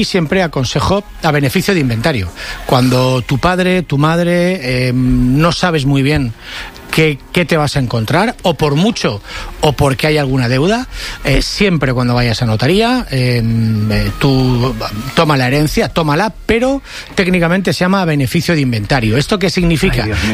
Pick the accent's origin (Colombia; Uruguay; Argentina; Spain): Spain; Valencia, Valencian Community; born or raised there